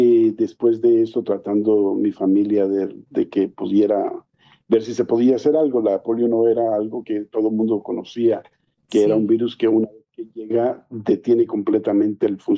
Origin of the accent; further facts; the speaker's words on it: Siguatepeque, Comayagua, Honduras; born there; Yo soy de Siguatepeque, Honduras, en Comayagua, y ahí, ahí nací